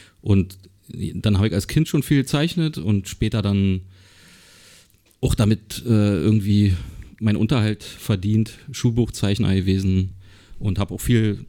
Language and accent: German; Köpenick, Berlin, Germany; Ich bin in Köpenick groß geworden, genauso wie du.